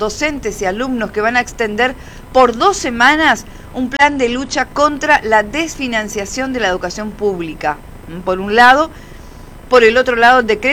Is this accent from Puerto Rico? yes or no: no; Misiones, Argentina; lo que nos pasa como argentinos, como misioneros, como vereños